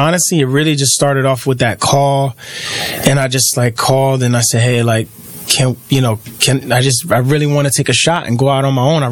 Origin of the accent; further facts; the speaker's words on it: New York, United States; born there; I'm from New York, so like, I grew up listening to all of these artists